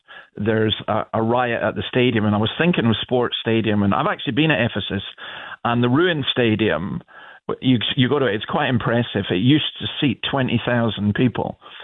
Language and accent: English; Scotland, United Kingdom; also born or lived in Sydney; now in Newcastle, Australia; I couldn't believe when I came here because I'm from Scotland and I've no interest in rugby league at all.